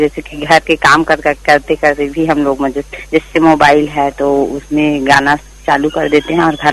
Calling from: Kawardha district, Chhattisgarh, India

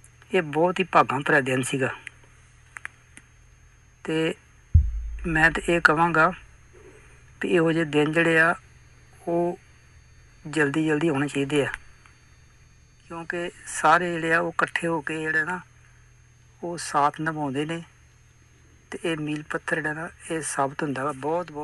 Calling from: Amritsar, Punjab, India; ਮੈਂ ਅੰਮ੍ਰਿਤਸਰ ਤੋਂ

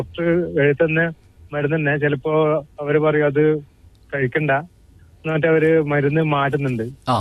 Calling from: Kannur, Kerala, India; ഞാൻ കണ്ണൂരിൽ നിന്നാണ്.

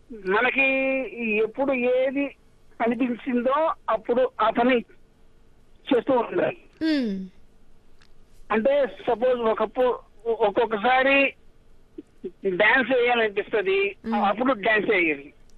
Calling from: Guntur, Andhra Pradesh, India; నేను గుంటూరు నుంచి … మాట్లాడుతున్నానండి.

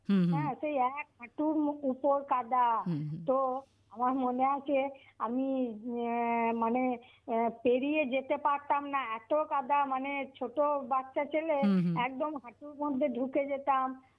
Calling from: Bolpur, West Bengal, India; আমি বোলপুর বীরভূম থেকে

